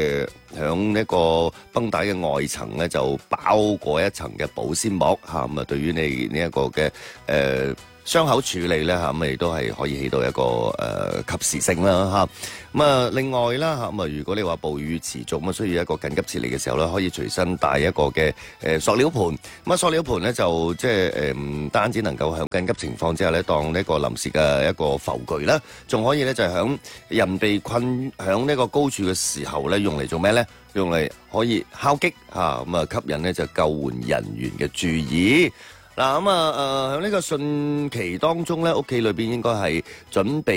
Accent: Guangdong, China; 我哋作为广东人啊嘛

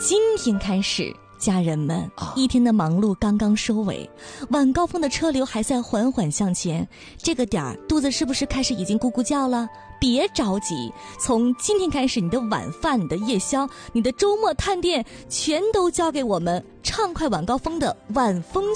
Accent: Dalian, Liaoning, China; 咱们今天大连人算是集体过节了

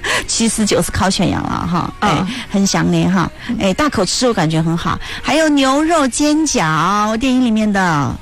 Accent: Chongqing, China; 我们重庆人

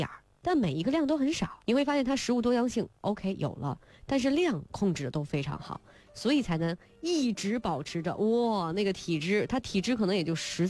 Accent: China

